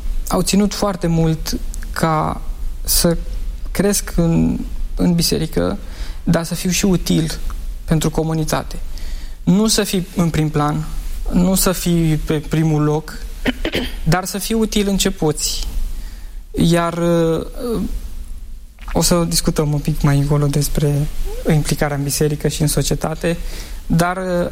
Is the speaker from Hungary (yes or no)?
no; Spain; now in Bucharest, Romania; Eu eram român, într-o țară de spanioli. Eram adventist într-o școală de catolici.